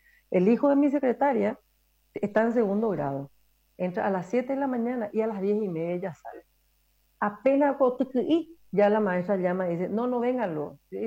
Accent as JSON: {"language": "Spanish", "country": "Paraguay", "said": "cómo somos nosotros los paraguayos"}